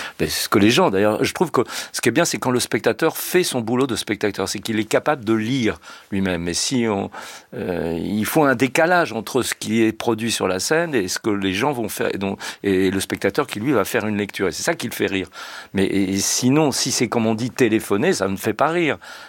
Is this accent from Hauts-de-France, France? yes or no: no; Le Havre, Normandy, France; Moi, je suis du Havre.